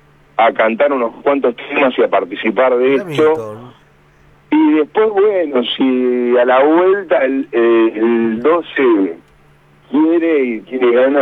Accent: El Palomar, Buenos Aires Province, Argentina; yo soy oriundo de Palomar, que es un barrio, ciudad, barra barrio del oeste, digamos, Buenos Aires.

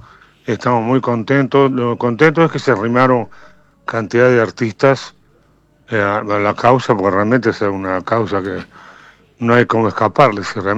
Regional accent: Uruguay; soy latino uruguayo de un país pequeño

